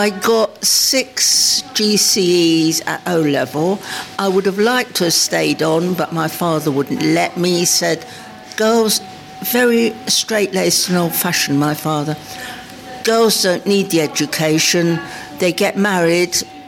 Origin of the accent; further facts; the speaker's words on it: London, United Kingdom; I was brought up in Chelsea. And we lived in the police flats in Chelsea.